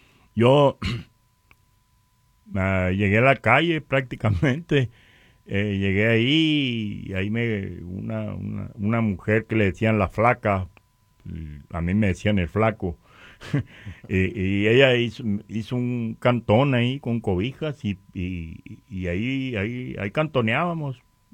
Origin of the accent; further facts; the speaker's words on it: Puerto Peñasco, Sonora, Mexico; yo me crié en Puerto Peñasco, pero pues mi mamá era cristiana